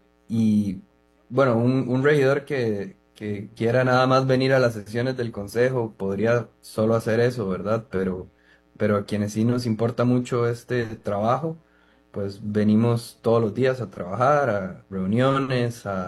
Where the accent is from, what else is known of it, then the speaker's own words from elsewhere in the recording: Costa Rica; como costarricenses en política